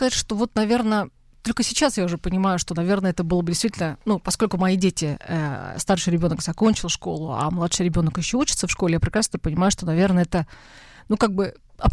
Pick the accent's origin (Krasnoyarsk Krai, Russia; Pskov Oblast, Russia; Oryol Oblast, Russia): Oryol Oblast, Russia; мы из Орловской области